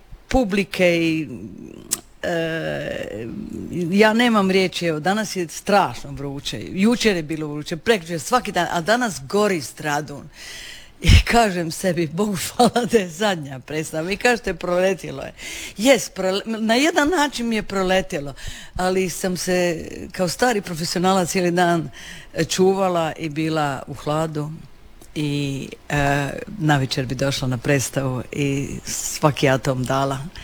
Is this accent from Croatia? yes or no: yes; Dubrovnik, Dubrovnik-Neretva County, Croatia; also born or lived in United States; Ja sam povratnik, ja sam povratnik iz Amerike. Ja sam 14 godina bila u Americi i kad sam se vratila, drugačije gledam ljepotu moga hrvatskog jezika i naročito dubrovačkog, jer sam i odgojena, velikim dijelom sam bila u Dubrovniku, u cijelom djetinjstvu